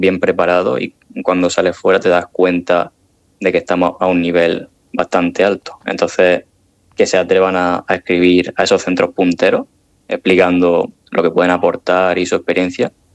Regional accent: Region of Murcia, Spain; now in Zurich, Switzerland; un saludo muy fuerte desde Zurich para los oyentes y, por supuesto, para mi tierra, para Murcia.

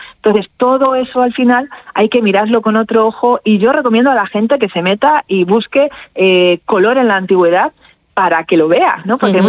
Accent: Salamanca, Castile and León, Spain; yo ya que soy de Salamanca voy a aprovechar.

